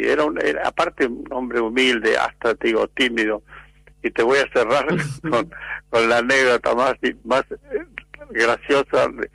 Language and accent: Spanish; La Quiaca, Jujuy, Argentina; born there; nací en La Quiaca, quiere que le diga, soy jujeño.